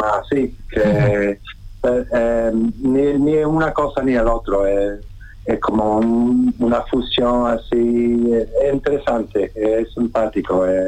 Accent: Scotland, United Kingdom; Spanish is a second language; moved away as an adult; now in Seville, Spain; Yo soy escocés, yo soy de Escocia.

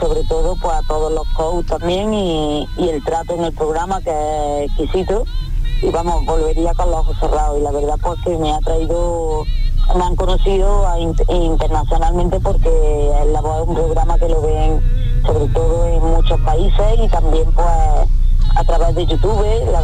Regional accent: Córdoba, Andalusia, Spain; tengo la suerte de ser premio nacional de aquí de Córdoba, de mi tierra

